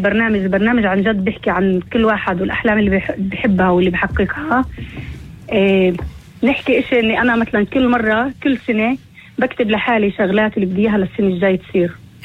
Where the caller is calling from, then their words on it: Nazareth, Northern District, Israel; معك مستمع من الناصرة